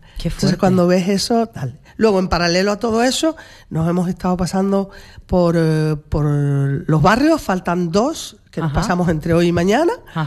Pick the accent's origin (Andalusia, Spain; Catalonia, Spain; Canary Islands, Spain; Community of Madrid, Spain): Canary Islands, Spain; Arrecife